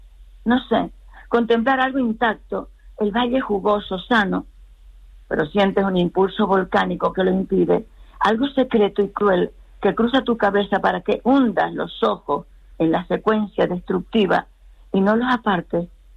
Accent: Todoque, Canary Islands, Spain; en el Todoque, justamente en Todoque. Uh-huh. Y desde el mismo día que flotó el volcán huimos a Tazacorte, al municipio que está por debajo de nosotros

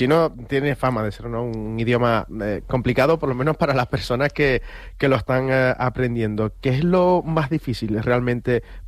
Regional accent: Canary Islands, Spain; entre nosotros, entre los canarios

